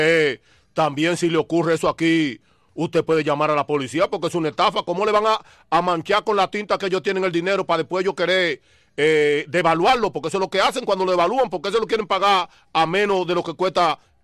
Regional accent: Dominican Republic; moved away; Tengo una dama aquí de mi tierra, la República Dominicana

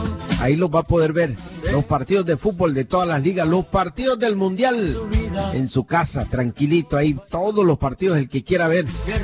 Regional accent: El Salvador; now in Chelsea, United States; Yo soy Guanaco, Guanaquito.

